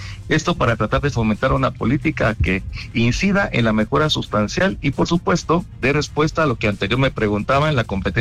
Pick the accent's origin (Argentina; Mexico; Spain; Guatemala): Guatemala; pero como somos guatemaltecos, prestando servicio a guatemaltecos